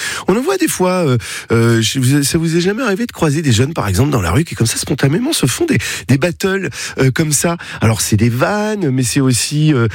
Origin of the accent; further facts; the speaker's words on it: Île-de-France, France; born there; parce que moi, je suis né dans le Haut-de-Seine.